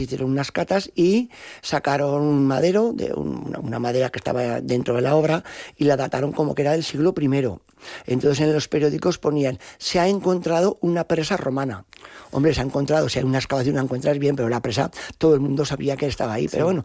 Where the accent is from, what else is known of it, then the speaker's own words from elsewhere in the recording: Almonacid de la Cuba, Aragon, Spain; de hecho somos Almonacid de la Cuba